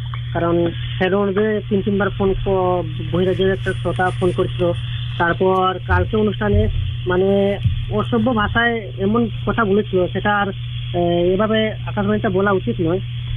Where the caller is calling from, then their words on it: Tripura, India; আমরা ত্রিপুরার মানুষ